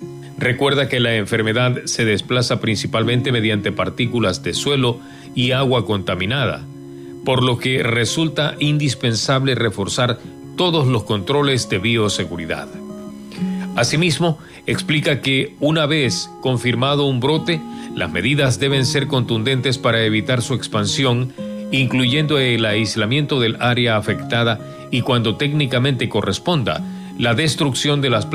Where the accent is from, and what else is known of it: Ecuador